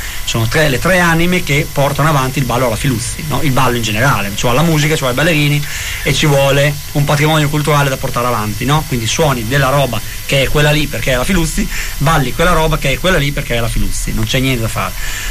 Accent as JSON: {"language": "Italian", "town": "Bologna", "region": "Emilia-Romagna", "country": "Italy"}